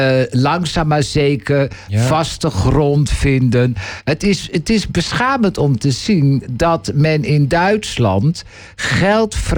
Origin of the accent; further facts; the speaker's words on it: Nijkerk, Gelderland, Netherlands; want ik kom uit Nijkerk, dat is toch ook puur Bijbelbelt.